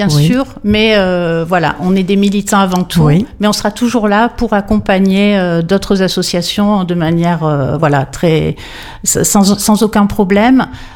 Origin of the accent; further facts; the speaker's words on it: France; et puis nous sommes des Français, et leur grand argument, c'est bien fait pour vous par rapport à ce qui se passe en Israël. Donc on leur explique que nous, on est en France